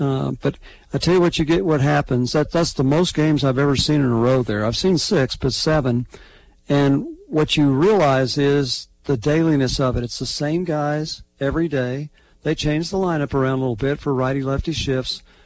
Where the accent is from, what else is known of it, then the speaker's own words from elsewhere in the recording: Arkansas, United States; He finds out I'm from Arkansas.